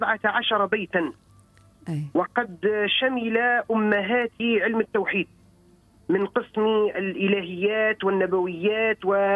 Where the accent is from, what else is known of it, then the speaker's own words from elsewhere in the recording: Sfax, Sfax Governorate, Tunisia; من مدينة صفاقس ومن كامل ربوع بلادنا تونس الطيبة.